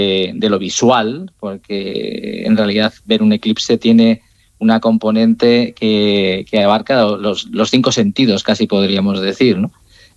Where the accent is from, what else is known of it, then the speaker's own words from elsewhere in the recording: Turmiel, Castilla-La Mancha, Spain; Bueno, yo en mi pueblo, como te decía antes, en Turmiel, Guadalajara